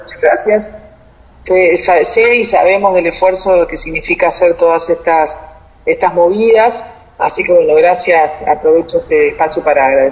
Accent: Córdoba, Argentina; moved away as an adult; now in Buenos Aires, Argentina; soy de Córdoba y hace 3 años estoy residiendo en Buenos Aires.

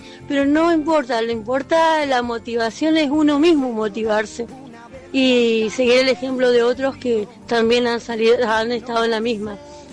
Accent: Mendoza, Argentina; also born or lived in Córdoba; Nací en Córdoba capital, viví, me crié en Mendoza, de bebé.

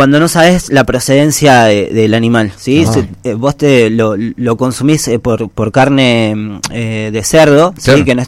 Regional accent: Quilmes, Buenos Aires Province, Argentina; yo nací acá, ¿me entendés? Claro. Me crié. ¿Qué te voy a decir? Soy de Quilmes yo.

